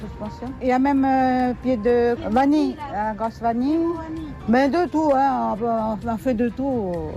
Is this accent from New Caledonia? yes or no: yes; Païta, South Province, New Caledonia; Je viens de Païta, et un peu de tout, il y a des arbres fruitiers aussi.